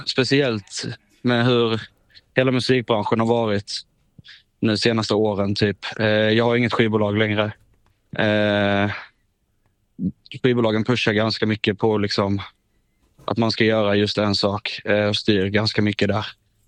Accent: Sölvesborg, Blekinge, Sweden; now in Stockholm, Sweden; Bland annat hemma i Sölvesborg då.

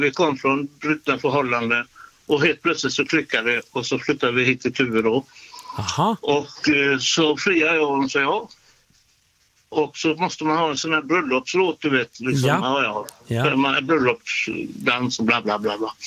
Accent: Västra Götaland County, Sweden; born there; Jag är född i Ulbryte, så det blir ÖIS då.

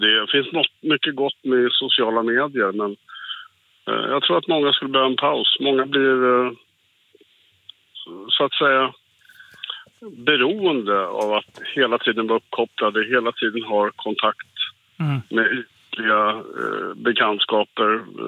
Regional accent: Stockholm, Stockholm County, Sweden; now in Västervik, Sweden; Jag är själv från Stockholm.

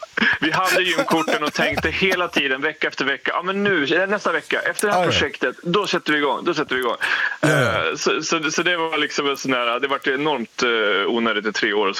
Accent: Norrland, Sweden; Så att jag har åkt skidor och jag kommer upp från Norrland. Jag är född på skidor.

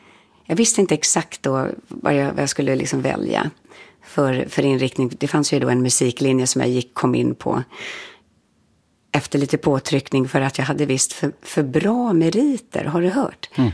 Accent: Stockholm, Stockholm County, Sweden; Vår familj gjorde inte det. Vi kom ju från Stockholm och där lyssnade vi ju då på

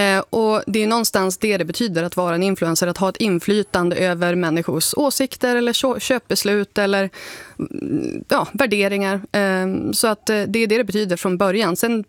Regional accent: Sund, Västernorrland County, Sweden; Jag kände att jag blev lite, jag fastnade i att jag är från Sund, men jag bor inte i Sund, utan jag bodde i Sund / Domsjö, mycket intern liksom, politik där

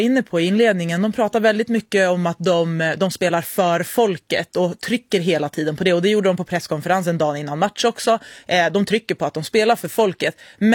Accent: Iran; vi som iranier är ju fullt medvetna om vilka hot som kommer ifall vi på något sätt motsätter oss det som är islamiska regimens vägar.

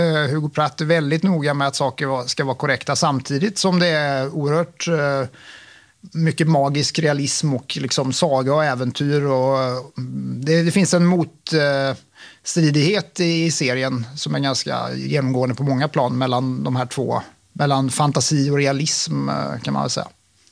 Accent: Mönsterås, Kalmar County, Sweden; Jag är uppvuxen i Mönsterås, liten ort norr om Kalmar.

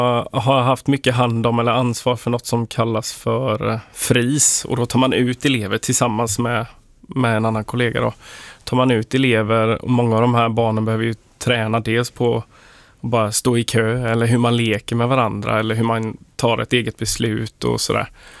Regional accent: Jönköping, Jönköping County, Sweden; moved away as an adult; now in Nässjö, Sweden; Jag är från Jönköping från början och uppväxt i en musikfamilj.

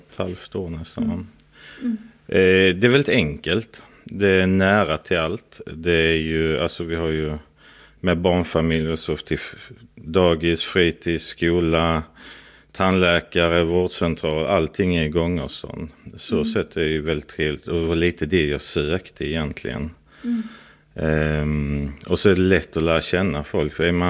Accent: Hässleholm, Skåne, Sweden; born there; also born or lived in Helsingborg; now in Perstorp, Sweden; Mycket färgas att jag är född i Hässleholm.

